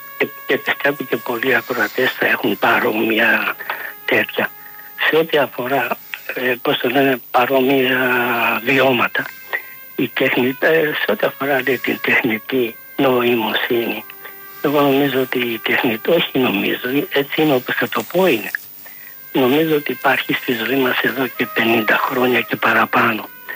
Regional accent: Central Macedonia, Greece; το χωριό μου από την Αριδαία είναι 6 χιλιόμετρα.

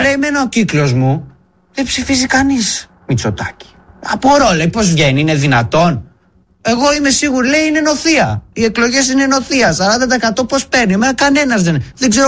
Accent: Thessaloniki, Central Macedonia, Greece; Θεσσαλονίκη.

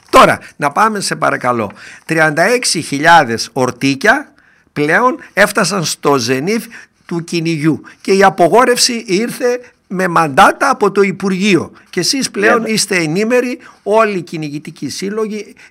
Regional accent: Doirani, Central Macedonia, Greece; Όταν ήμασταν μικροί εκεί στο χωριό μου στη Δοϊράνη

